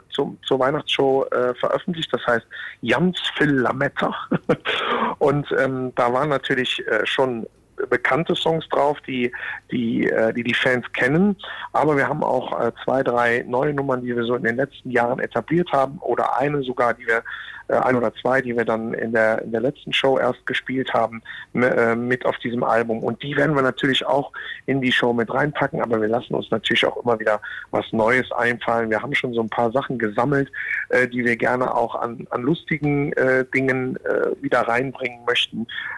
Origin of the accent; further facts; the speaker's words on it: Cologne, North Rhine-Westphalia, Germany; Und dementsprechend verleugnen wir dann natürlich nicht unsere kölsche Seele und das kölsche Gefühl.